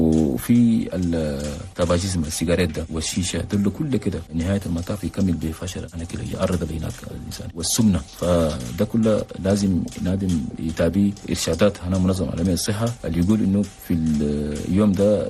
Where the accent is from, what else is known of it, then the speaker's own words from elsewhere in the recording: Chad; لكن عندنا في تشاد ما بيدنا ماله لأنه في تشاد إلى الآن ما عندنا يعني قانون يقدر ينظم لنا الزرع